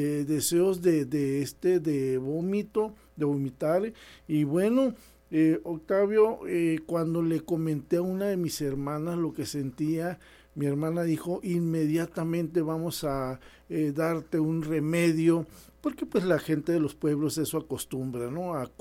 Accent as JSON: {"language": "Spanish", "region": "Sinaloa", "country": "Mexico", "tie": "born there", "moved": "yes", "said": "vivía yo en mi pueblo, en mi pueblito querido"}